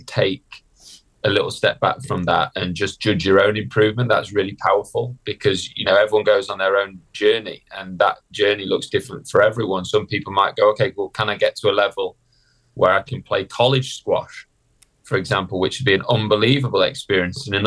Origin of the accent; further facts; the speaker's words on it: Sheffield, Yorkshire and the Humber, United Kingdom; the tournament was actually in Sheffield, which is my hometown.